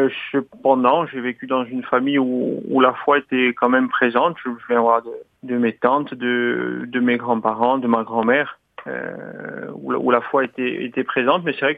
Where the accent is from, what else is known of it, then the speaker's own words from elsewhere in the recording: Olmeto, Corsica, France; moved away as an adult; now in Bonifacio, France; J'ai grandi à Olmetz, je suis à Bonifacio depuis quelques années, mais je suis originaire d'Olmetz, dans le Valling